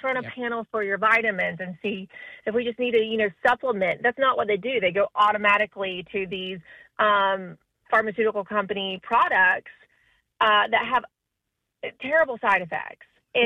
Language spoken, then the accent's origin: English; Virginia, United States; I'm from Southwest Virginia